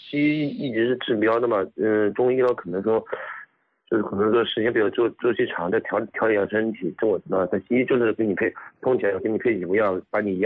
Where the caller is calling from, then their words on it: Jinhua, Zhejiang, China; 浙江金华的。